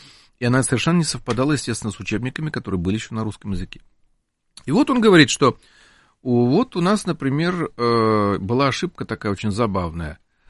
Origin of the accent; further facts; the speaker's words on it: Ukraine; Лично я наблюдал это у себя на родине, на Украине.